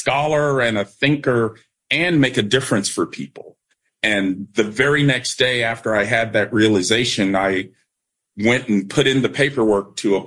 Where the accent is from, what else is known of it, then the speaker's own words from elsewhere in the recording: Havelock, North Carolina, United States; So I grew up in a little town in eastern North Carolina called Havelock.